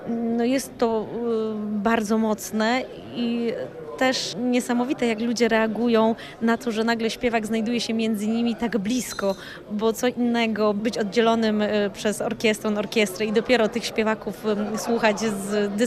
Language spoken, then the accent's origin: Polish; Lesser Poland, Poland; ja jestem dziewczyną z Podhala.